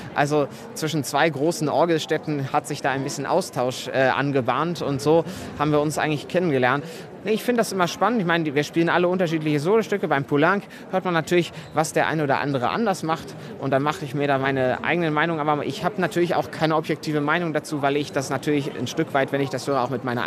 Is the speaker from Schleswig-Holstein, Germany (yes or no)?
no; Leipzig, Saxony, Germany; Ich bin ja eigentlich aus Leipzig.